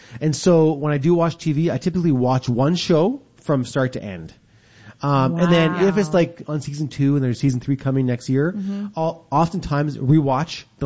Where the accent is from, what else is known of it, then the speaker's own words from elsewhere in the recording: Sudbury, Ontario, Canada; We laughed coming from up north, right? We came from Sudbury.